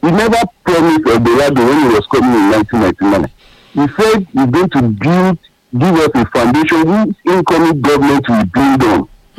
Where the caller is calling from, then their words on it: Ikeja, Lagos, Nigeria; I'm calling from Ikeja.